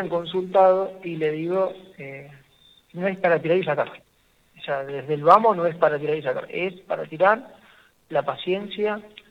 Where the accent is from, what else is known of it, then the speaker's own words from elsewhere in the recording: Argentina; somos argentinos